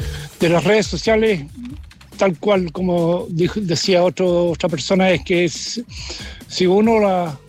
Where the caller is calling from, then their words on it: Arica, Arica y Parinacota, Chile; de Arica.